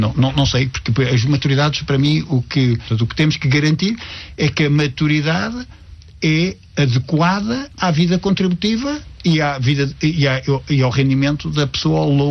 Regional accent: Portugal

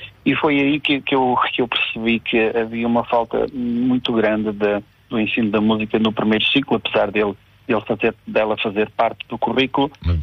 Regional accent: Portugal; now in Vila Nova de Gaia, Portugal; Eu sou natural de uma aldeia próxima de Castro Bay, Cujó, Castro Bay, mas vivo em Vila Nova de Gaia desde 2011.

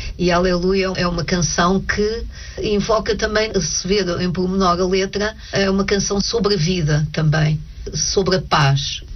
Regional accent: Almada, Setúbal, Portugal; born there; now in Lisbon, Portugal; Não se esqueça que eu nasci em Almada, tenho a medalha de ouro da ciência do Conselho de Almada, eu sou uma mulher de outra margem, embora viva em Lisboa atualmente.

